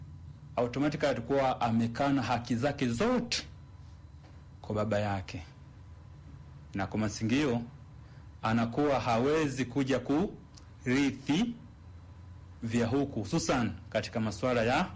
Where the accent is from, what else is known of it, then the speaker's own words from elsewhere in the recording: Tanzania; nimezaliwa hapa, nimekuwa hapa, basi ninaomba serikali nitambue kama mimi ni Mtanzania.